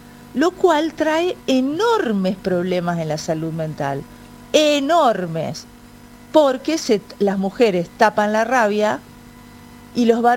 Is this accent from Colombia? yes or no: no; Argentina; nosotros somos pasionales los argentinos